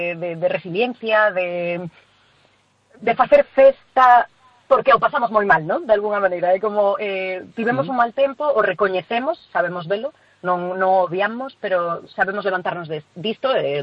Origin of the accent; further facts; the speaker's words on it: Galicia, Spain; A xente que somos daqui de Galicia sabemos que esos son paraxes galegos, o sea, lo sabemos de sobra.